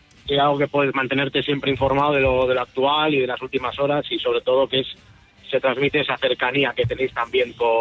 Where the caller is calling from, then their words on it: Portugalete, Basque Country, Spain; yo soy de Portugalete